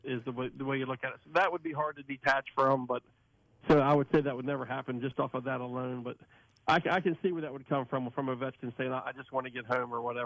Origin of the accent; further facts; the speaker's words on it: Cameron, West Virginia, United States; moved away as an adult; now in Pickerington, Ohio, United States; lived in Columbus longer than I lived in West Virginia now. But I mean, still, when you say home is still Cameron, West Virginia is still home. So it's not Pickerton, Ohio, even though I've lived here and this is where I actually have my own house and I've been here for 30 years as compared to the 22 in West Virginia.